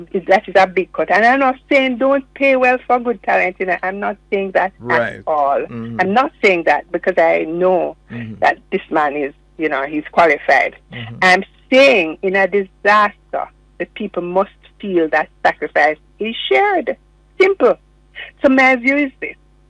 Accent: Trelawny, Jamaica; in Trelawney, where I'm from, right?

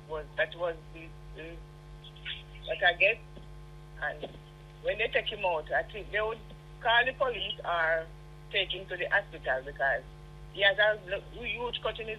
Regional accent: Saint Thomas Parish, Jamaica; No, I'm from St. Thomas.

